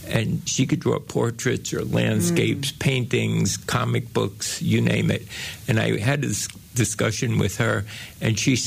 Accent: New York City, New York, United States; I was born and raised in New York City.

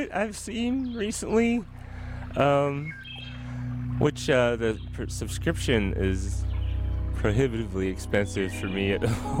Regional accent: Ohio, United States; now in Hillsborough, United States; since I grew up in Ohio.

